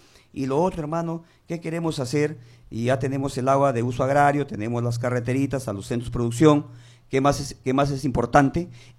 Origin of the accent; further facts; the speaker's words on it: Cajaruro, Amazonas, Peru; nosotros como Cajaruro